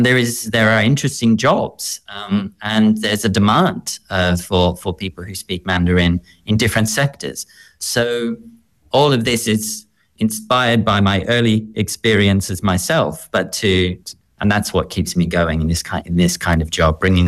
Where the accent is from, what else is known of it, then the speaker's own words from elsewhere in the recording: Melbourne, Victoria, Australia; might hear it a little bit in my accent. But, you know, in the edge of Melbourne, in a small little suburb